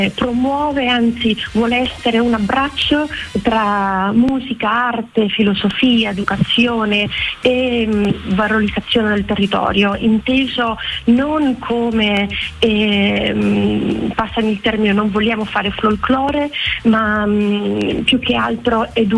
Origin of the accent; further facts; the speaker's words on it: Toronto, Ontario, Canada; also born or lived in Havana, Cuba / Gran Canaria, Spain / Rome, Italy; Sono nata a L'Avana, di mamma cubana e padre appunto calabrese, sono cresciuta da Toronto, Gran Canaria e Roma